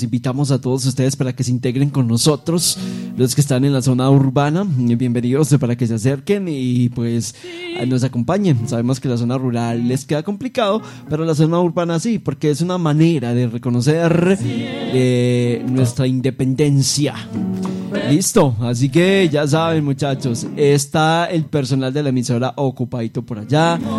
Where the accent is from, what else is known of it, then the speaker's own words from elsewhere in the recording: Colombia; nos unen como colombianos